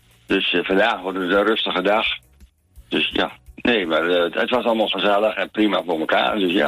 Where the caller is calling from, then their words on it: Emmen, Drenthe, Netherlands; we wonen in Emmen, hè, Bert. We hebben een mooi huis en een mooie tuin.